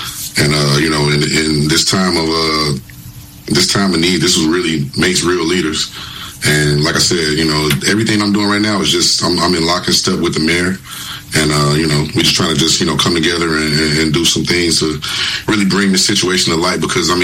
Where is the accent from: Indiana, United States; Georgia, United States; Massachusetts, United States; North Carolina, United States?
Indiana, United States; Gary; I grew up in Gary. Definitely a majority black city.